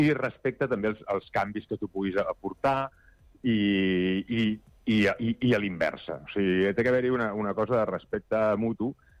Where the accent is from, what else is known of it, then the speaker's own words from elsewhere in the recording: Badalona, Catalonia, Spain; jo sóc de Badalona